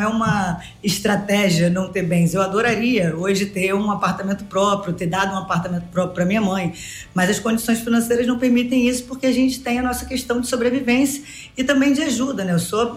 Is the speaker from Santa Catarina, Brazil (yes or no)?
no; Rio de Janeiro, Brazil; born or raised there